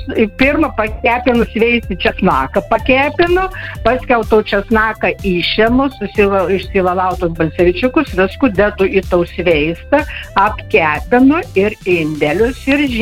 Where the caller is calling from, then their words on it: Mažeikiai, Telšiai County, Lithuania; esu iš Mažeikių, grybaunu jau daug metų